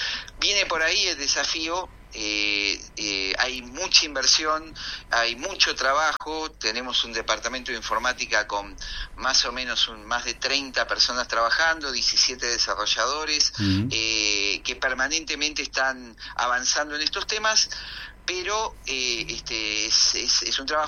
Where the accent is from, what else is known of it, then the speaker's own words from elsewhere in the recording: Mar del Plata, Buenos Aires Province, Argentina; Yo soy de Mar del Plata